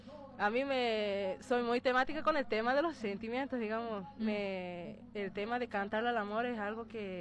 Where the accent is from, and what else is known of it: La Banda, Santiago del Estero, Argentina